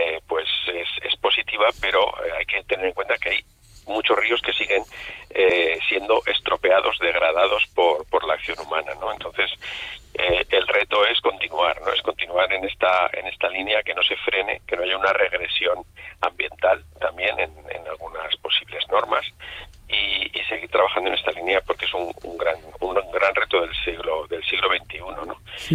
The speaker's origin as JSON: {"language": "Spanish", "town": "Logroño", "region": "La Rioja", "country": "Spain", "tie": "born there", "moved": "yes", "said": "Yo que nací en Logroño y relativamente cerca, en la calle R. Díaz"}